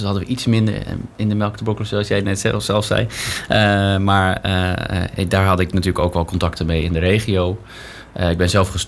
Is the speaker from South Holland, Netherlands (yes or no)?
no; Zeeland, Netherlands; moved away as an adult; also born or lived in Utrecht; now in Montfoort, Netherlands; Ik ben geboren en getogen in de omgeving Vlissingen. Dus ik kom uit Zeeland. Daar ben ik opgegroeid in een gezin van 5 kinderen, jongste van 5.